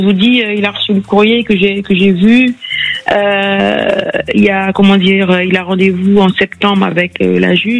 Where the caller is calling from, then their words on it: Vitry-sur-Seine, Île-de-France, France; J'appelle dans le Val-de-Marne. Précisément à Vitry-sur-Seine.